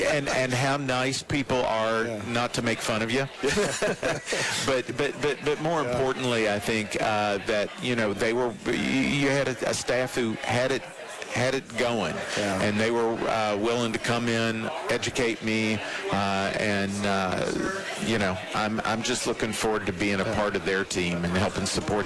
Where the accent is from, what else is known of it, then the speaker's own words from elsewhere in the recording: Kentucky, United States; I'm a native Kentuckian